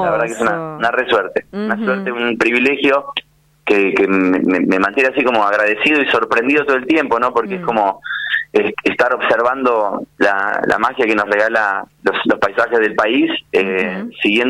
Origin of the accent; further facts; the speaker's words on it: Mar del Plata, Buenos Aires Province, Argentina; De Mar del Plata.